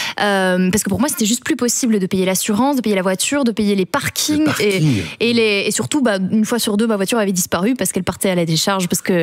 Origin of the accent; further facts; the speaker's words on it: Liège, Wallonia, Belgium; moved away as an adult; now in Brussels, Belgium; j'ai vendu ma voiture en arrivant à Bruxelles, je viens de Liège